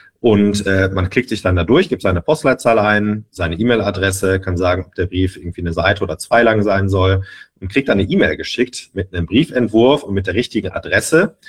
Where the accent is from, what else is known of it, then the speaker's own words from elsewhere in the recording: Duisburg, North Rhine-Westphalia, Germany; moved away; ich komme aus Duisburg